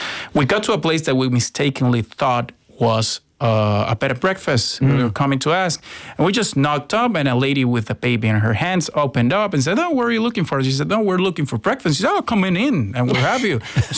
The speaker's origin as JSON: {"language": "English", "country": "Colombia", "moved": "yes", "lives_now": "Ireland"}